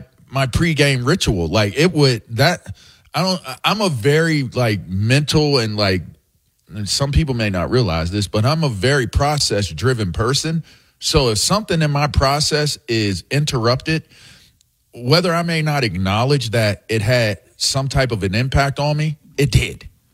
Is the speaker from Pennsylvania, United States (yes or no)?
yes; Pittsburgh, Pennsylvania, United States; And I'm from Pittsburgh.